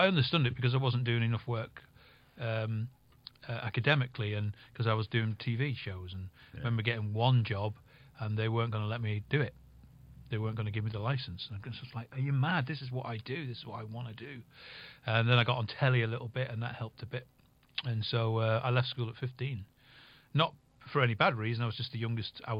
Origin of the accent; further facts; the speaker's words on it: Rufford, North West England, United Kingdom; I was born in Rufford, which is the other side of Ormskirk, and my family go back in that village, believe it or not, to 1327, way back. So we were there for a long time, and then we lived there.